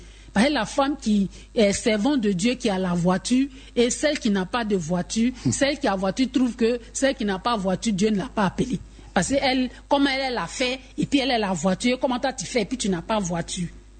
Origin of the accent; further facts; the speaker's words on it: Côte d’Ivoire; Parce que chez nous en Afrique ici, comme je le disais tantôt, surtout en Côte d'Ivoire ici, une femme qui est divorcée ou bien qui a perdu son mari